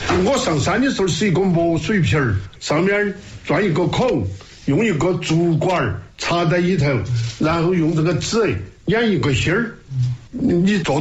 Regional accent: Sichuan, China; 我们四川人读哈

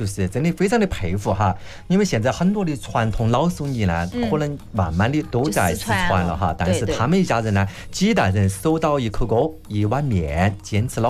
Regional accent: Ziyang, Sichuan, China; 我们滋养的味道。

